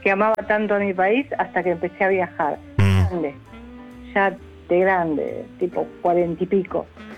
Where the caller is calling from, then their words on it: Argentina; como Argentina, como país, como sociedad, como gente empática, no hay en todos lados.